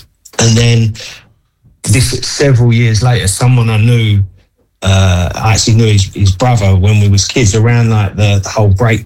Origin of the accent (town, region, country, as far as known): Colchester, East of England, United Kingdom; born or raised there